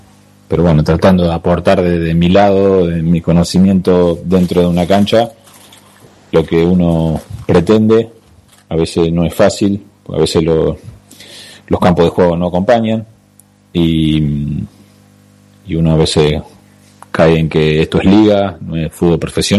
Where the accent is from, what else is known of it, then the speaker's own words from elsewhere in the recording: Ramallo, Buenos Aires Province, Argentina; now in Trenel, Argentina; Me ha tocado dirigir la liga nicoleña en mi zona, de donde soy yo, de Ramallo